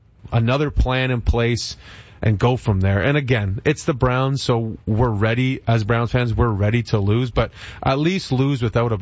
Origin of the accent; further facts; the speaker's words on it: Toronto, Ontario, Canada; growing up in Toronto, I didn't have an NFL team.